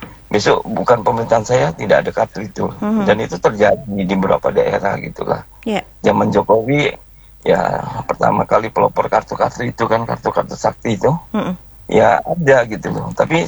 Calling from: Tanjung Pinang, Riau Islands, Indonesia; kita apresiasi sebagai warga Kota Tanjung Pinang.

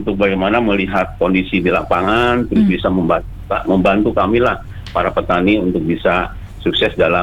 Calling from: West Java, Indonesia

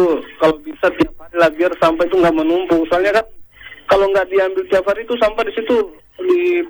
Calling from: Indonesia

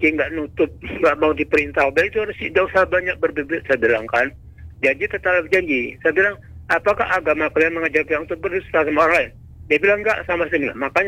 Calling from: Bangka Belitung Islands, Indonesia; jangan kalian anggap kami orang Bangka yang lemah

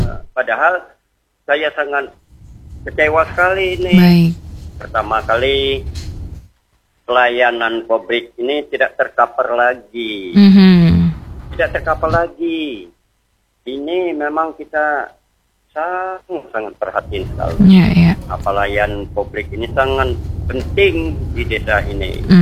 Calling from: Bangka Belitung Islands, Indonesia; Desa kami Balong Ijuk ini lain dari ke desa lain.

